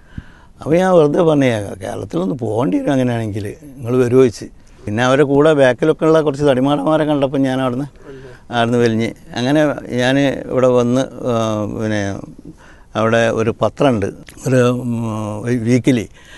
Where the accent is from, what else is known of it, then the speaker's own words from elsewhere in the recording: Kodiyathur, Kerala, India; മൈസൂരിൻ്റെ അടുത്ത് തന്നെയാണ് ഈ കൊടിയത്തൂർ, പക്ഷേ ഞാൻ കൊടിയത്തൂർ സ്വദേശിയാണ്